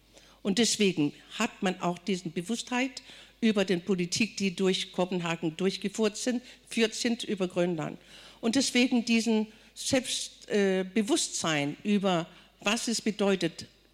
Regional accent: Greenland; first language Greenlandic; German is a second language; da steht jetzt trotzdem immer noch Grönland drauf, aber ich bin ein dänischer Staatsbürger. Ich spreche Dänisch als meine zweite Sprache. Erste Sprache ist Grönländisch, das ist eine Inuit-Sprache.

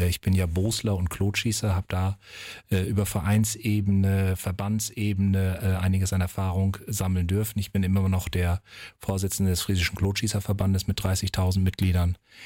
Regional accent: Friedeburg, Lower Saxony, Germany; weil Friedeburg meine Heimatgemeinde ist und ich sehe, dass man in meinem Beruf viel dafür tun kann

